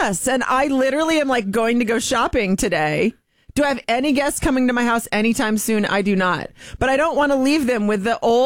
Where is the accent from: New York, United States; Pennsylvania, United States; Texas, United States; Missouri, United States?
Missouri, United States; Kansas City; So I went back to Kansas City, my hometown, so stayed with family.